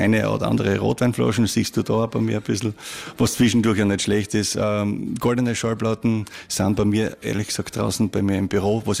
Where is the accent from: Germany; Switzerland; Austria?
Austria; Styria; moved away as an adult; now in Wasserhofen, Austria; mir hat es als Steirer schon vor 25 Jahren hierher geschlagen.